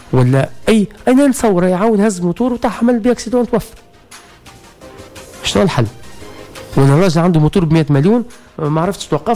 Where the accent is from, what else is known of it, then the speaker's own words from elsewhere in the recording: Tunisia; احنا في تونس